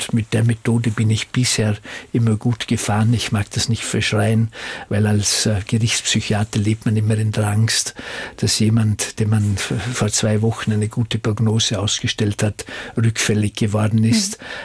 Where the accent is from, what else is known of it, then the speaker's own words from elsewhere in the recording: Vorarlberg, Austria; Als Vorarlberger